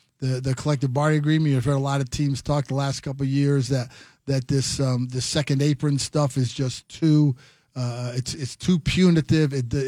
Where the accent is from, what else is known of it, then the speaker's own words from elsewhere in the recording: East Coast, United States; as you and I, Spence, know, growing up in the East Coast, kick the can down the road